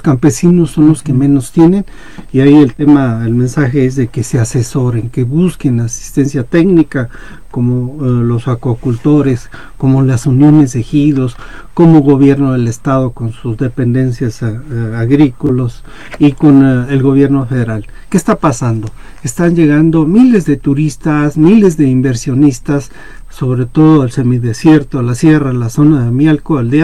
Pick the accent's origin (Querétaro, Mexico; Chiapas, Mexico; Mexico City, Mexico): Querétaro, Mexico; Así es, somos queretanos y nos da mucho gusto crecer y estar con quien nos da de comer